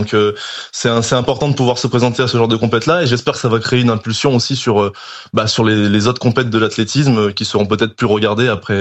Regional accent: Martinique; J'ai décidé de rentrer chez moi en Martinique, me reposer un peu, me ressourcer, un peu en off, quoi.

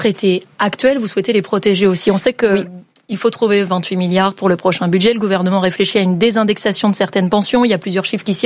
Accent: France; chez nous en France

